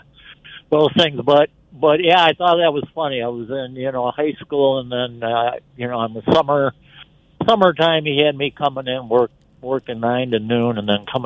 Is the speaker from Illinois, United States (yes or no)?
yes; Freeport, Illinois, United States; I'm from Freeport, and we still have a separate franchise, Beefaroo.